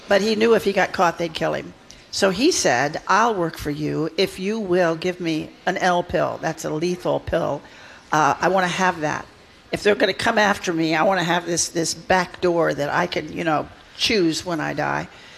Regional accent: Wichita, Kansas, United States; moved away as an adult; Well, I was from Wichita, Kansas

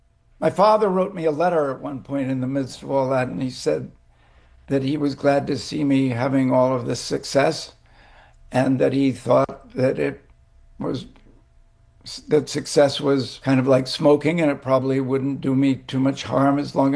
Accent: East Coast, United States; I grew up on the East Coast, and my mother was from a nice Boston family and my father was from England.

